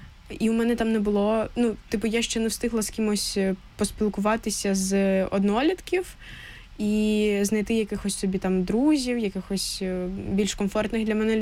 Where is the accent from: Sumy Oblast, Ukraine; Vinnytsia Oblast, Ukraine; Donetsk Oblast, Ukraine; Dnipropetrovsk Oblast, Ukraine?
Donetsk Oblast, Ukraine; Sloviansk; Слов'янськ. Угу. Я зі Слов'янська, так.